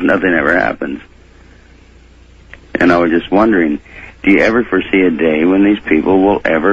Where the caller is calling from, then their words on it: Lake Elsinore, California, United States; from Lake Elsinore, California.